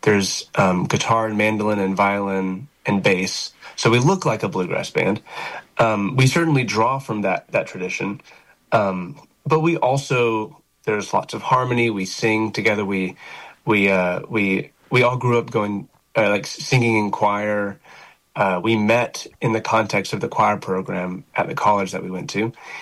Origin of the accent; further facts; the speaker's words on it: Arkansas, United States; moved away as an adult; also born or lived in Jonesboro, Arkansas / Nashville, Tennessee; I was born in Jonesboro, and my parents both went to ASU. They're from Batesville, and I've still got grandparents in Batesville, and cousins and aunts and uncles and the whole thing. And I spent my entire pre-college life in Arkansas and went to Nashville for college.